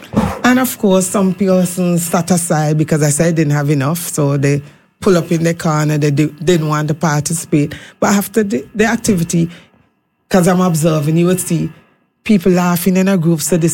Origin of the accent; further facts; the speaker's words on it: Montserrat; I'm from Montserrat, I like small groups.